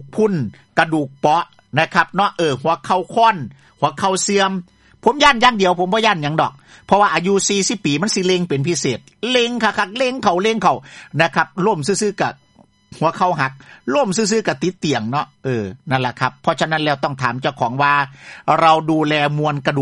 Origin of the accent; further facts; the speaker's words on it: Isan, Thailand; accent: Isan; also born or lived in Southern Thailand; เราเนี่ยพูดภาษาอีสาน